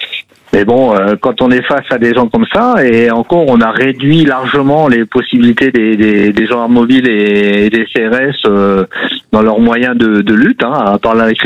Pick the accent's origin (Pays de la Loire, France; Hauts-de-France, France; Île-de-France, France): Hauts-de-France, France; now in Clermont-Ferrand, France; je suis originaire du Nord, donc je connais bien Lens, Lille, tout ça.